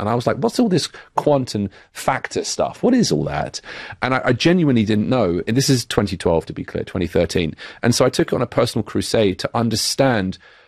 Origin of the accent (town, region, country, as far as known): United Kingdom; accent: British